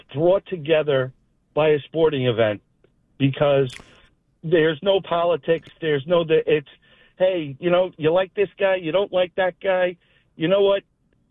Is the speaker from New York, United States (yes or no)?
yes; New York, United States; I grew up in New York. I still live in New York.